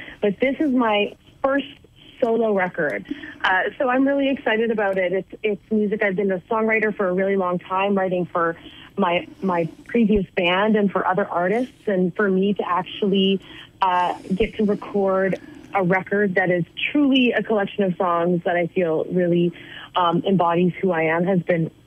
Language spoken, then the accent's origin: English; Calgary, Alberta, Canada; Yeah, so I'm from Calgary. I do now split my time between Calgary and Nashville.